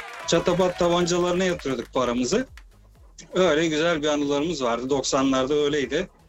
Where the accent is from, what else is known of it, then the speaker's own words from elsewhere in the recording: Thrace, Turkey; Şimdi ben küçükken, ben Trakyalıyım. Küçükken annem ve babam aynı köydendi.